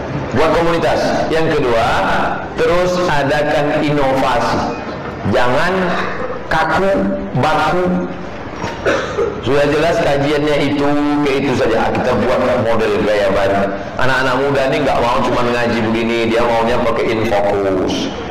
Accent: Aceh, Indonesia; now in Jakarta, Indonesia; Saya dari Aceh, ini jamaah yang paling banyak pahalanya. Dari Aceh langsung kemarin. Saya dulu mengaji di Aceh Besar sebelum saya ke Jakarta.

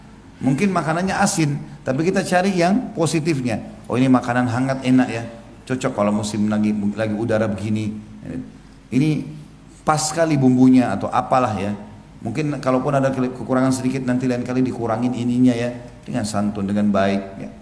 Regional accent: Indonesia; Kita ini orang Melayu, orang Indonesia.

